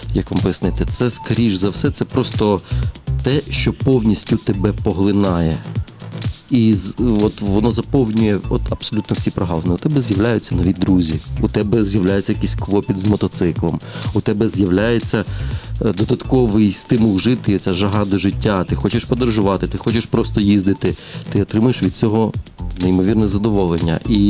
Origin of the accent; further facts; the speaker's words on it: Kryvyi Rih, Dnipropetrovsk Oblast, Ukraine; now in Kyiv, Ukraine; Я народився і виріс в Кривому Розі, але я вже багато років живу в Києві.